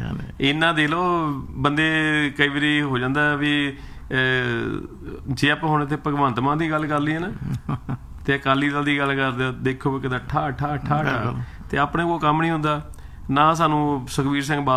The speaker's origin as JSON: {"language": "Punjabi", "region": "Punjab", "country": "India", "tie": "born or raised there", "said": "ਤੇ ਨਾ ਸਾਡਾ ਪੰਜਾਬ ਨਾਲ ਸਾਡਾ ਪਿਆਰ ਹੈ ਕਿਉਂਕਿ ਅਸੀਂ ਉੱਥੇ ਜੰਮੇ ਪਲੇ ਹਾਂ।"}